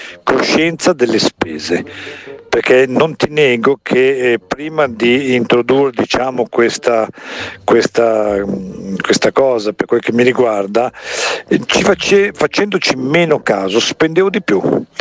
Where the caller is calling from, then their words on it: Vigevano, Lombardy, Italy; da Vigevano.